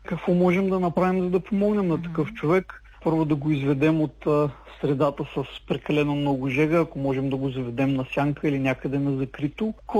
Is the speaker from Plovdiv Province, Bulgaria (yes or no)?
yes; Plovdiv, Plovdiv Province, Bulgaria; Това съм от Пловдив, така че при нас вече горещо време започна, предполагам и при вас също.